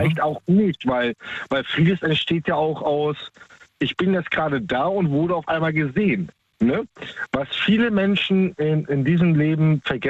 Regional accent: Baltic coast, Germany

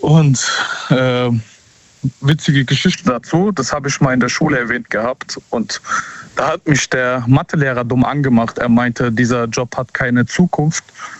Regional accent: Seeheim-Jugenheim, Hesse, Germany; Ich bin aus Seeheim.

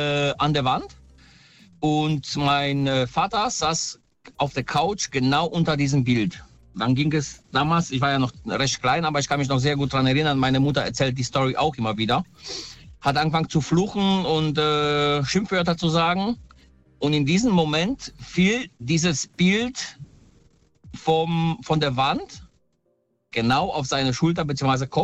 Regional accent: Poland; born there; Ich habe, ich komme ursprünglich aus Polen, also ich bin gebürtig in Polen.

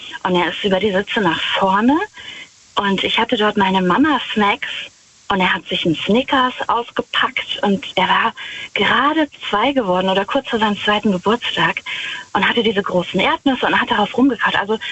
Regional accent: Rhineland-Palatinate, Germany; Ich fahre gleich an der Abtei Himmerode vorbei. Ich bin aus der Nähe von Wittlich.

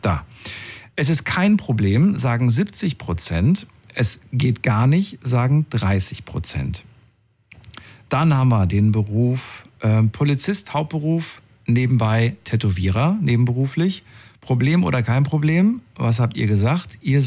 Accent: Thuringia, Germany; ich bin auch sehr, sehr locker erzogen worden. Bin ja aus Thüringen und so weiter.

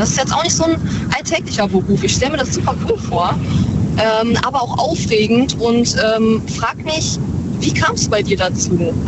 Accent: Rheine, North Rhine-Westphalia, Germany; Ich komme aus Rheine, ne? Das ist in Nordrhein-Westfalen, gerade an der Grenze zu Niedersachsen.

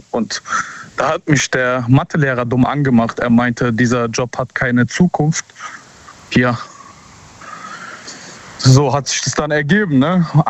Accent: Seeheim-Jugenheim, Hesse, Germany; Ich bin aus Seeheim.

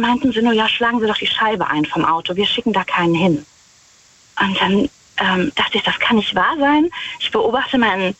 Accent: Rhineland-Palatinate, Germany; Ich fahre gleich an der Abtei Himmelroth vorbei. Ich bin aus der Nähe von Wittlich.

